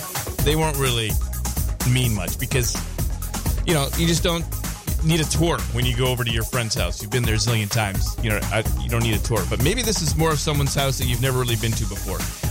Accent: Canada; You know, growing up in Canada, we just didn't wear our shoes in the house

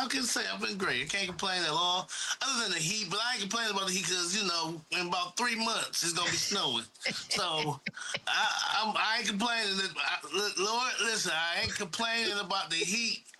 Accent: Ohio, United States; Because I got Nigerian roots. I ain't from Nigeria. I'm from Ohio.

